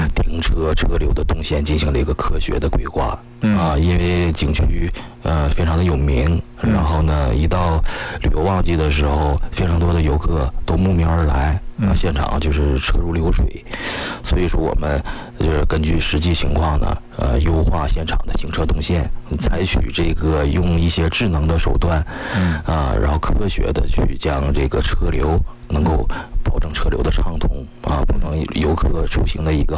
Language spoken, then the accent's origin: Chinese; Yingkou, Liaoning, China; born or raised there